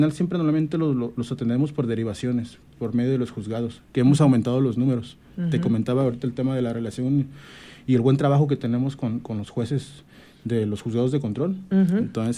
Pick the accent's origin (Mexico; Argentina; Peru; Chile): Mexico; Guadalajara, Jalisco; Mira, fíjate, maestra, que yo ya tengo 2 años y 3 años aquí en la región. Entonces, yo vengo de Guadalajara.